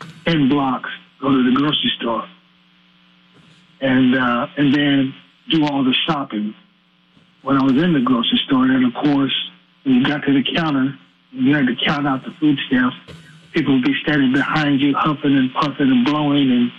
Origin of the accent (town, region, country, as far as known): Denver, Colorado, United States; now in South, United States